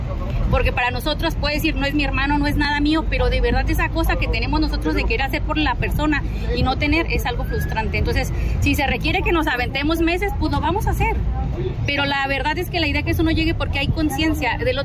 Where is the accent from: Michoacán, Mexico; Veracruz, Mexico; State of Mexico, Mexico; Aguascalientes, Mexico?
Michoacán, Mexico; Morelia; Yo soy originaria de Morelia, Michoacán, allá